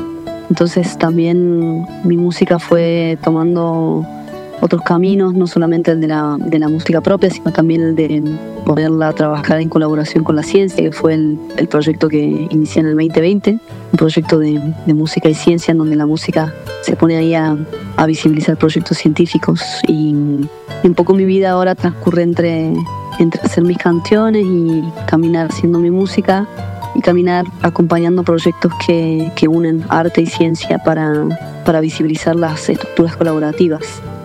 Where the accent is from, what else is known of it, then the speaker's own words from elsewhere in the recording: Argentina; Y me siento muy bendecida realmente de la tierra, de Argentina, la tierra en la que crecí y que me nutrió con tanto arte